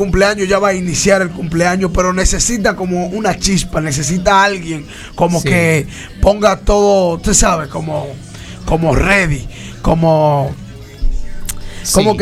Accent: Guayabal, Dominican Republic; siempre estoy cerca de las personas, de los comunitarios de mi pueblo y del distrito a quien pertenezco, que es el distrito de Guayabal.

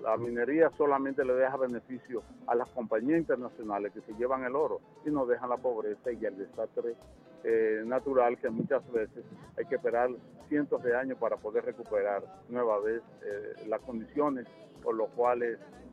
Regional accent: Dominican Republic

